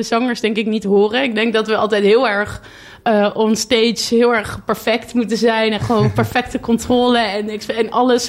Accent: Netherlands; ik denk ook dat wij als Nederlander

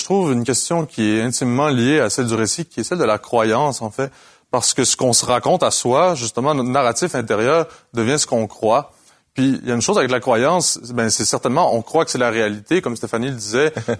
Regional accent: Quebec, Canada; Moi, je viens de la Beauce, puis ça me prend toujours trois phrases à peu près pour le plugger, justement, donc je me raconte comme ça.

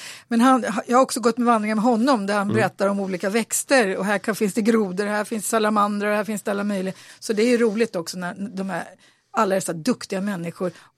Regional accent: Bollmora, Stockholm County, Sweden; för jag är ändå uppväxt i Bollmora och jag kommer inte ihåg de här grejerna

